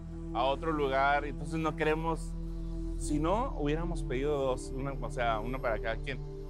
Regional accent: Tijuana, Baja California, Mexico; Somos de Tijuana nosotros. Queremos hacer un tour gastronómico todo el día.

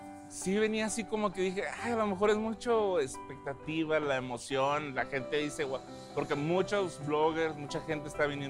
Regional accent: Tijuana, Baja California, Mexico; Somos de Tijuana nosotros. Queremos hacer un tour gastronómico todo el día.

